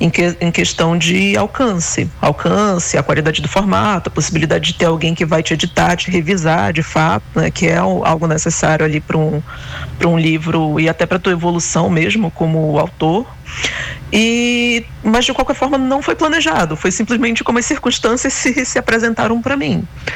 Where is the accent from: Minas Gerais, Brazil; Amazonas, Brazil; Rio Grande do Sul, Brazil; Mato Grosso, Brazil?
Amazonas, Brazil; Manaus; now in São Paulo, Brazil; eu vou e volto, né? Minha família ainda está em Manaus, eu sou de Manaus de fato. E sempre vou estar retornando para aí, né?